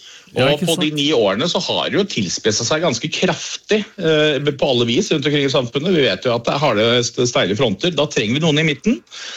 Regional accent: Innlandet, Norway; Jeg er fra Gudbrandsdalen, liksom.

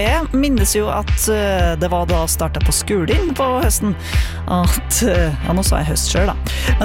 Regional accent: Rennebu, Trøndelag, Norway; moved away; Sånn var det I hvert fall I Rennebu der jeg kommer fra.

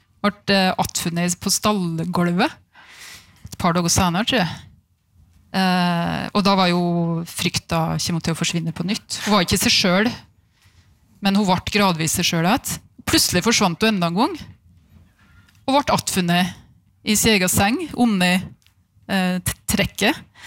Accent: Vinstra, Innlandet, Norway; så begynte å prate med folk i Dalen, da, Kvam-området og Vinstra der jeg er fra.

